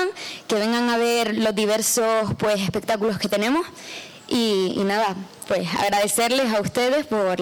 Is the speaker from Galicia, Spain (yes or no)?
no; Canary Islands, Spain; me enorgullece como canaria ver que nuestra tierra, y bueno, en este caso Teror, se ve envuelta en el arte